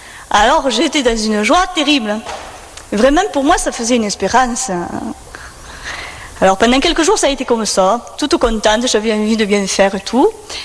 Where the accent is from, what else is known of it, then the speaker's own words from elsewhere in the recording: Nîmes, Occitanie, France; je viens de Nîmes, j'y suis née et j'ai grandi 60 ans, dans une famille où il n'y avait pas une foi vivante, où disons Dieu existait vaguement.